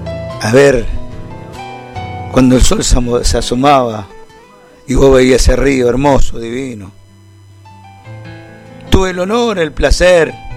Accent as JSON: {"language": "Spanish", "town": "Carcarañá", "region": "Santa Fe", "country": "Argentina", "tie": "born or raised there", "said": "Mi pueblo, mi ciudad carcaranía."}